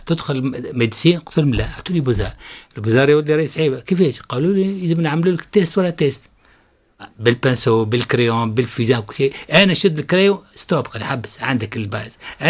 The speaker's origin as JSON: {"language": "Arabic", "country": "Tunisia", "also_born_or_lived": "Baghdad, Iraq", "said": "انا تونسي الوحيد"}